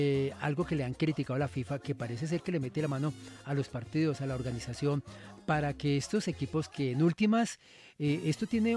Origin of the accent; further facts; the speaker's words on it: Colombia; No somos especialistas, hablamos naturalmente como aficionados, como cualquier colombiano que quiere a la selección